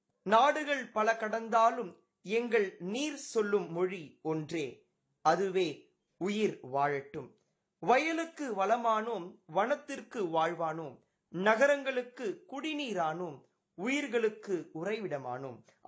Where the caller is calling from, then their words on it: Chennai, Tamil Nadu, India; சென்னை இருக்கஞ்சேரியில் அமைந்துள்ள Don Bosco matric மேல்நிலை பள்ளியில் 12 வகுப்பு பயிலும் மாணவன் … மரியாதைக்குரிய வணக்கம்.